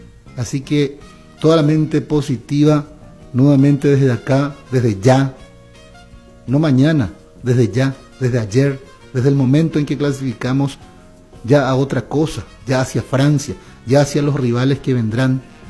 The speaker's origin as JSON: {"language": "Spanish", "country": "Paraguay", "said": "estoy hablando como un paraguayo que le adora a su selección."}